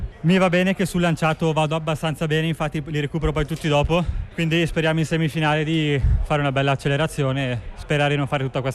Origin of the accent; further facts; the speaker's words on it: Brembate di Sopra, Lombardy, Italy; Brembate di Stupa, squadra del mio paese.